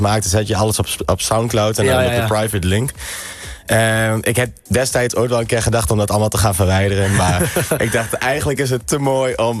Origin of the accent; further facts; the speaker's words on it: Overijssel, Netherlands; Maar wat ik al zei, ik kom uit Twente. En daar liggen de kansen net wat anders dan als je wat meer richting de Randstad gaat.